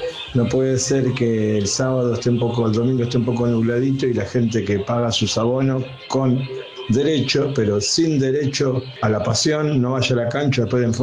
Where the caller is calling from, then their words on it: Argentina; de San Martín.